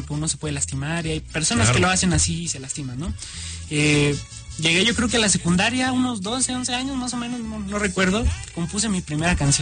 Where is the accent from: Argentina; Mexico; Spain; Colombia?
Mexico; State of Mexico; Yo soy del Estado de México, mis papás son de... mi mamá es de Jalisco y mi papá es de Hidalgo, ¿no? Entonces tengo un poquillo sangre regia por ahí.